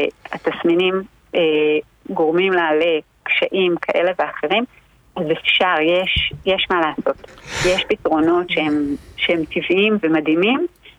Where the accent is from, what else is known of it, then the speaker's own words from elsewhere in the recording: HaGoshrim, Northern District, Israel; אני מקיבוץ הגושרים.